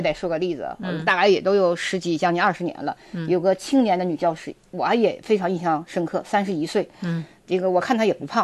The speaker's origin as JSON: {"language": "Chinese", "region": "Northeast China", "country": "China", "said": "咱们东北人的习惯呢，是夜间吃得很好"}